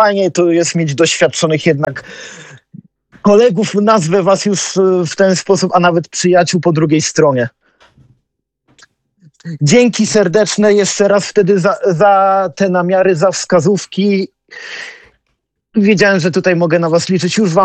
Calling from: Bydgoszcz, Kuyavian-Pomeranian Voivodeship, Poland; u mnie w Bydgoszczy

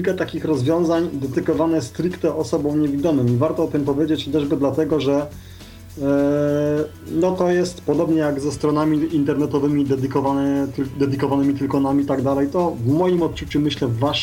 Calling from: Canary Islands, Spain; dzwonię z Wysp Kanaryjskich, czyli z Hiszpanii

